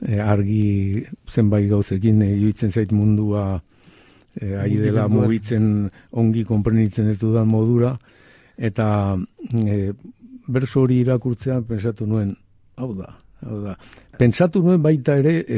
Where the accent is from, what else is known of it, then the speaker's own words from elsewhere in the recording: Oñati, Basque Country, Spain; accent: Biscayan; first language Basque (Biscayan dialect); nire aur denboretako hizkuntza bizkaiera da. Ni gipuzkoarra naiz, oinatikoa, baina gure hizkuntza bizkaiera da.